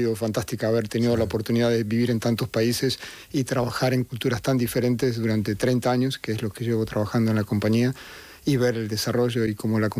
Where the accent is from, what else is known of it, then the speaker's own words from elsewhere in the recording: Argentina; moved away as an adult; also born or lived in Brazil / China; Como argentino, viví 5 años en Brasil.